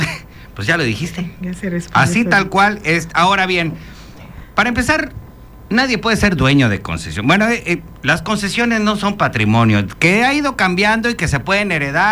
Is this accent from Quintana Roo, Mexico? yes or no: yes; Chetumal, Quintana Roo, Mexico; las cosas que nos hacemos entre chetumaleños.